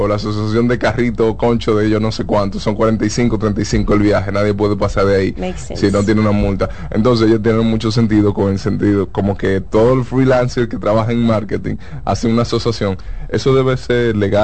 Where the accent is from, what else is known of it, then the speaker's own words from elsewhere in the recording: Dajabón, Dominican Republic; Por ejemplo, yo soy de Jabón, y en el mercado de Jabón...